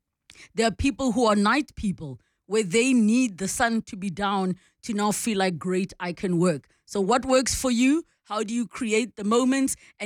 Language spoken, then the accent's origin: English; Limpopo, South Africa; Maybe it's because I'm from Limpopo and we are productive 30 a.m.s.